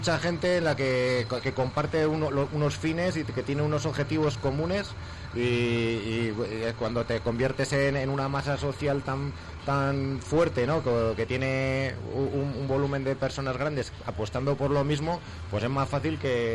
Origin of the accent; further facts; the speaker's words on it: Almazán, Castile and León, Spain; que soy de Almazán, pues no hay nada que me guste más que hacer cosas por mi pueblo